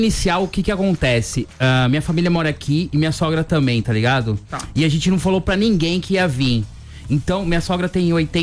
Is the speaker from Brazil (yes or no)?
yes; São Paulo, Brazil; Na verdade, eu sou paulistano, né?